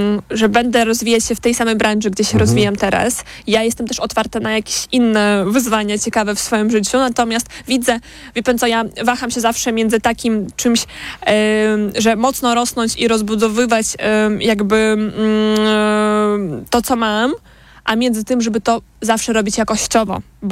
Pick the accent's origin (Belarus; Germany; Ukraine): Belarus; Polish is a second language; now in Poland; ja jestem Białorusinką